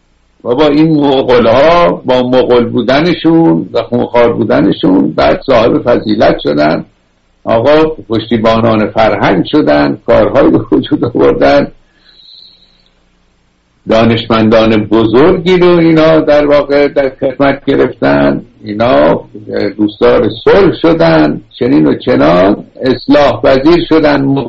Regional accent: Iran; ما که ایرانی هستیم، تنان 2000 و فلان قد مدنیت داریم، پس چرا ما ذلیل شدیم، کشورمون از دست دادیم؟

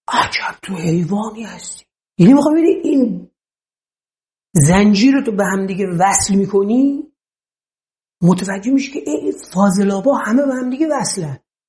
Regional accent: Gilan, Iran; خب بچه گیلانم

